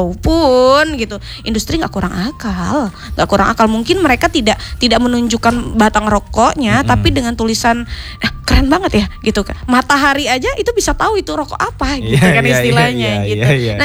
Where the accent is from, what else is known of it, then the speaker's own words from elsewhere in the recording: Lampung, Indonesia; Karena itu tadi para saya kebetulan dari Kabupaten Tulang Bawang Barat.